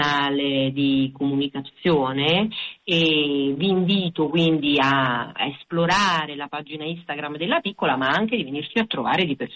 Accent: Pompei, Campania, Italy; moved away as an adult; also born or lived in Rome; now in Barcelona, Spain; Io sono originaria di Pompei, in provincia di Napoli.

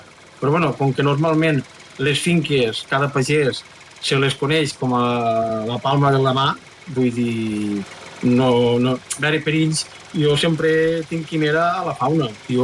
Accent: Aitona, Catalonia, Spain

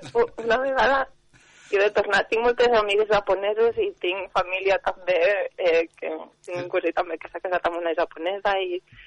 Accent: Vielha, Catalonia, Spain; jo soc de la Vall d'Aran, vaig néixer aquí a Viella i... m'he passat quasi tota la vida a la Vall d'Aran, vaig sortir a estudiar fora als 16 anys i després als 30 vaig tornar

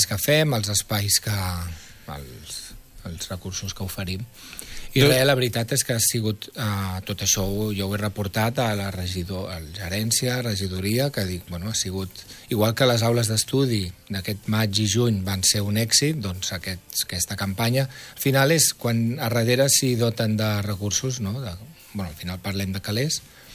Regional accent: Barcelona, Catalonia, Spain; Jo sóc de Barcelona i ho veig cada dia, però bueno, a Rubí també n'hi ha.

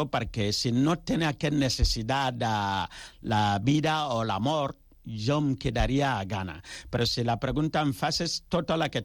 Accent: Ghana; Catalan is a second language; now in Catalonia, Spain; perquè jo soc de Ghana, tu imagina que jo vinc aquí amb un taparrabo o una lanança, això no és així.

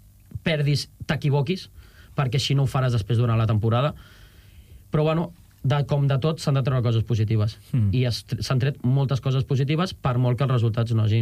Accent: Arenys, Catalonia, Spain; el meu poble era Arenys, el meu club era Arenys

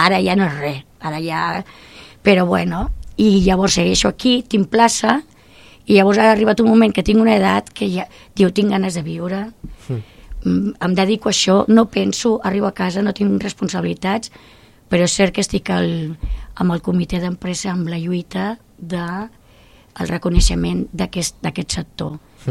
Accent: El Prat de Llobregat, Catalonia, Spain; Jo sóc nascuda al Prat de Llobregat, i el Prat de Llobregat ara és tota una ciutat, és molt emblemàtica. I abans no, abans érem els pagesos del cercle de metropolità de Barcelona

